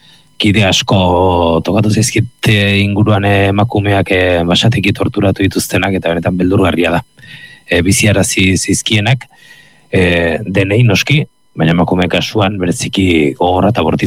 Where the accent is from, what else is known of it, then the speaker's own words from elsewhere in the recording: Basque Country, Spain; ni Gipuzkoarra naiz, Gipuzkoan nire gaztaro guztian Diario Basko irakurtzen zuen jende guztiak